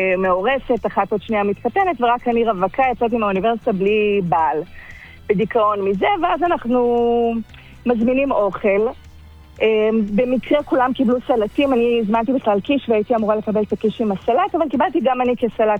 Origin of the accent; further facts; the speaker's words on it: Turkey; now in Israel; אני עליתי לארץ ב-1999. מאיפה? עולה חדשה מטורקיה.